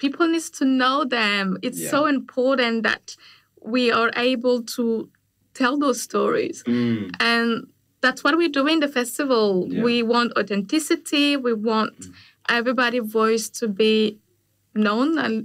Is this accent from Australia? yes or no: no; Niger; English is a second language; I grew up in Niger, and used to be a French colony, and we speak French. And growing up, my father thought it was best for me to speak the language, French.